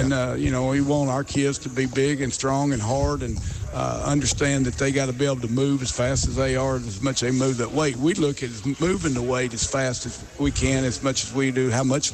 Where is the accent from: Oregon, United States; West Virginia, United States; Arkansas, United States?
Arkansas, United States; Pine Bluff; I played at UAM. I'm from Pine Bluff, Arkansas